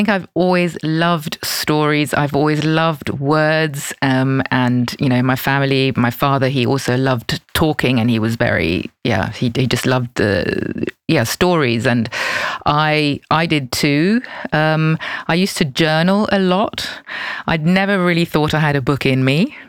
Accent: Basel, Basel-Stadt, Switzerland; So originally I am from Basel, but I spent most of my life living as an expat.

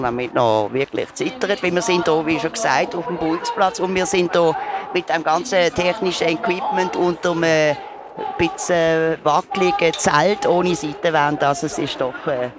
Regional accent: Basel, Basel-Stadt, Switzerland; für mich als Baslerin

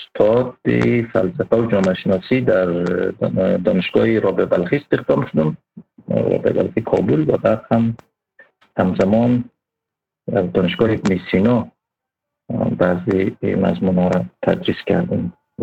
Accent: Daykundi, Afghanistan; born there; also born or lived in Pakistan / Iran; سال 1985 در ولایت دایکنودی افغانستان به دنیا آمدیم و یک دوباره به خاطر جنگ‌های داخلی مهاجر شدم، مدتی در پاکستان و مدتی هم در ایران اینا مهاجر بودم.

